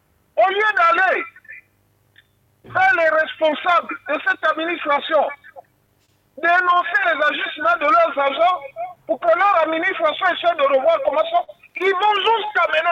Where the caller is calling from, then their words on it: Gabon; nous, on ne veut pas nous dire en tant que Gabonais